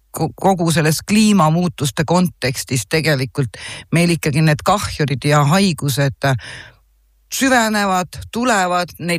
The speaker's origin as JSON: {"language": "Estonian", "town": "Jõgeva", "region": "Jõgeva County", "country": "Estonia", "said": "kuna ma olen ise Jõgevalt"}